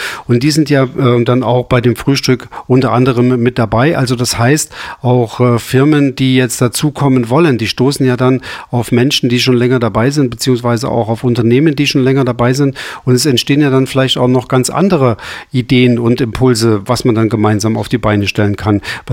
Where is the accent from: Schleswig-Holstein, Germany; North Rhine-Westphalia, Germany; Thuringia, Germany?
Thuringia, Germany; Altenburg; Ich komme ja aus Altenburg